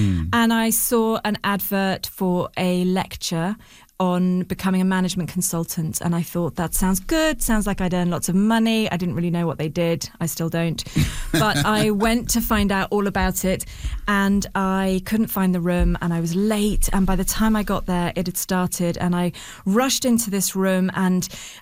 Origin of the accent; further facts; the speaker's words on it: United Kingdom; And because I'm so British and so awkward, I was too embarrassed to leave.